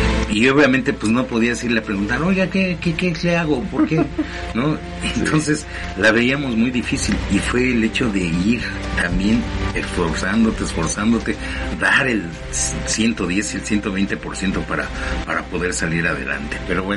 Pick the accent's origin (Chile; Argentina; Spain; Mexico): Mexico; nosotros como mexicanos